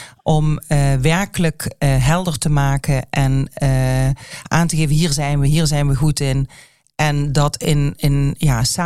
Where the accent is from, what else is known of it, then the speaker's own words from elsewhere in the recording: Limburg, Netherlands; trots als Limburger zijn we zeker.